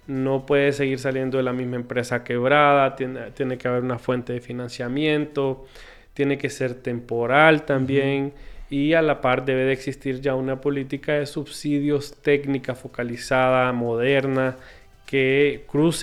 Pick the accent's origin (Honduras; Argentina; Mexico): Honduras